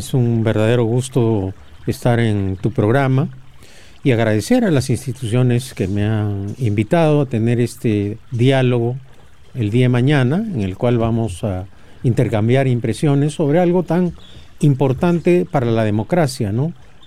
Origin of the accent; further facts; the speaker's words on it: Peru; vamos a participar en las elecciones regionales y municipales que se realizan pronto en mi país.